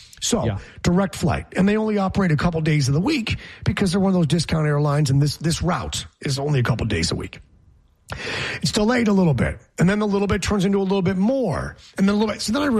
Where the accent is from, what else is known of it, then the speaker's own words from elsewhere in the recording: Geneva, New York, United States; I'm upstate on Seneca Lake, my hometown of Geneva, New York, which is picturesque Seneca Lake